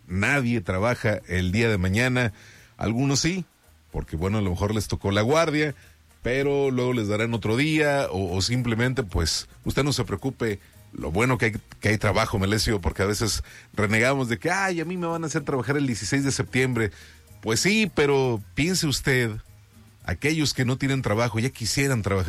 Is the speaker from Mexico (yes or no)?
yes; Mexico; somos mexicanos